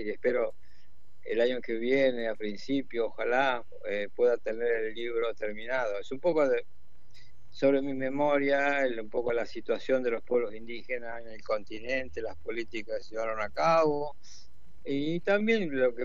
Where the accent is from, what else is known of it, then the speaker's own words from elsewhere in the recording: Argentina; Ah, soy de Argentina. Sí, soy de Argentina.